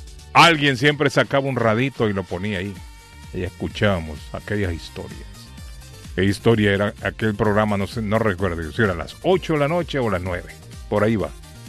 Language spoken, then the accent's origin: Spanish; Honduras; moved away; Yo cuando estaba en mi país, Arley, en mi ciudad